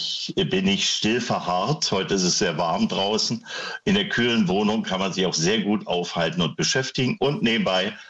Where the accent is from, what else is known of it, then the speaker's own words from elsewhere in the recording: Wittenberge, Brandenburg, Germany; ich komme aus der Prignitz und bin vom Lande in die Stadt Wittenberge gezogen. Die damals große Industrie- und Arbeiterstadt.